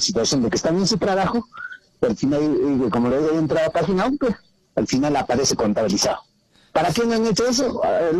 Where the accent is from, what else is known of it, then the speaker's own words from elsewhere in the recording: Peru; Entonces, nosotros como peruanos no podemos aceptar, ¿no?